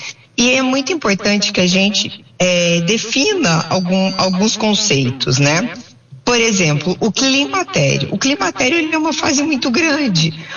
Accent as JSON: {"language": "Portuguese", "town": "São Sebastião do Paraíso", "region": "Minas Gerais", "country": "Brazil", "said": "Eu sou de São Sebastião do Paraíso também."}